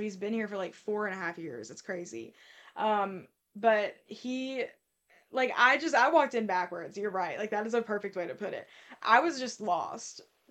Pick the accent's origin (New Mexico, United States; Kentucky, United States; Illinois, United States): Kentucky, United States; Columbia; moved away as an adult; We're from Columbia, Kentucky. It's like 2 hours south. It's Appalachia.